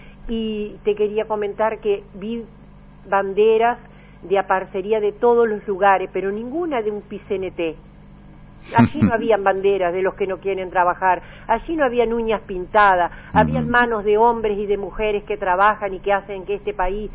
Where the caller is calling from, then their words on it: Uruguay; Como uruguaya